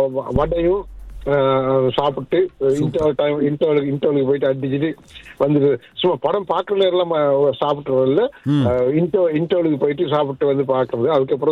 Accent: Nawalapitiya, Central Province, Sri Lanka; born there; moved away; நாங்க இருந்தது நாவலப்டின் இடம்

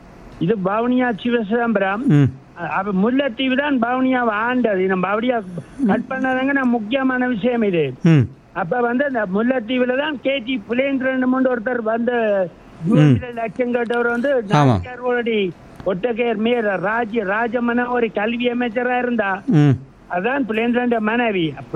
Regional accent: Vavuniya, Northern Province, Sri Lanka; moved away as an adult; நான் வந்து அங்க பிறந்து வளர்ந்து தெரிஞ்ச ஆள். அதுல வந்து இப்ப நான் 87 ஆண்டு இங்க வந்து

